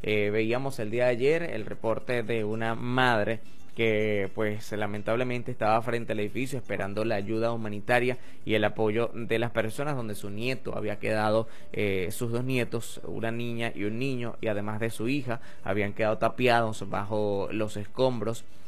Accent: Venezuela; nosotros como venezolanos elevamos siempre la oración para que llegue la ayuda humanitaria.

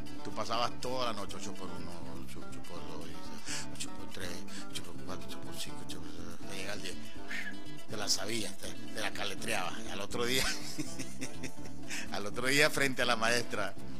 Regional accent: Aragua de Maturín, Monagas, Venezuela; moved away; Yo conocí en mi pueblo, en el liceo Félix Armando Núñez, pero Félix Antonio Calderón, en Aragua de Maturín

